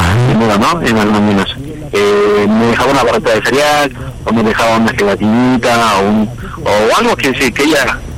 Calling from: Naucalpan, State of Mexico, Mexico; Estamos aquí en Naucalpan. Tengo 37.

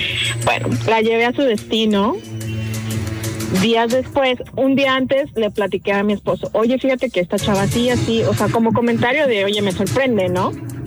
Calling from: Puerto Vallarta, Jalisco, Mexico; De Puerto Vallarta.

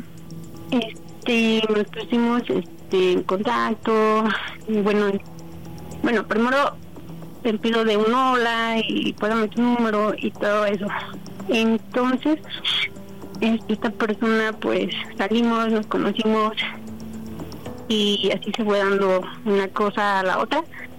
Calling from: State of Mexico, Mexico; Tengo 32 años y soy del Estado de México.

